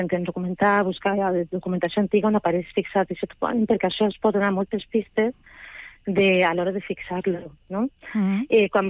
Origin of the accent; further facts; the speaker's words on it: Monòver, Valencian Community, Spain; la toponímia del meu poble, que és Monove.